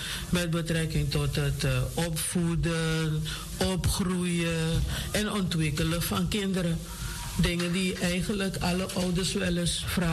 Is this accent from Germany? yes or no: no; Curaçao; now in Amsterdam, Netherlands; Ik kom oorspronkelijk uit Curaçao en ik werk als opvoedadviseur bij het ouder- en kindteam Amsterdam, hier in de Bijlmer.